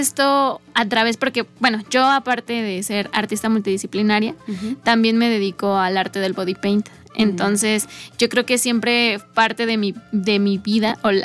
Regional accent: Mexico City, Mexico; moved away as an adult; now in San Luis Potosí, Mexico; Nuestro primer año aquí lo cumplimos aquí en San Luis Potosí, porque nosotros somos originarios de la Ciudad de México.

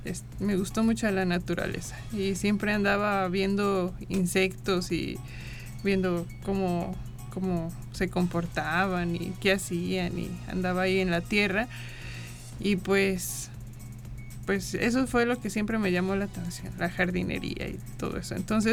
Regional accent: San Luis Potosí, Mexico; soy de aquí de San Luis Potosí

